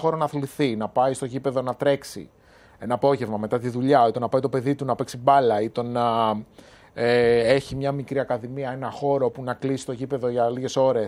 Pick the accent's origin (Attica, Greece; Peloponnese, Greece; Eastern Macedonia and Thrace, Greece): Attica, Greece; Peristeri; also born or lived in Agrinio; όταν γύρισα από το Αγρίνιο και ήμουν μεγάλωσα στη Χωράφα πάνω στο Περιστέρι.